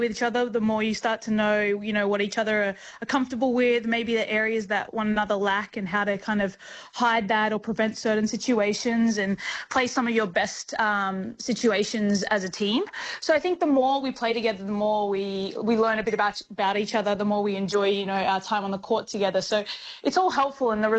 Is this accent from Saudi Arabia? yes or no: no; Australia; As an Australian, it's not too hot, that's for sure.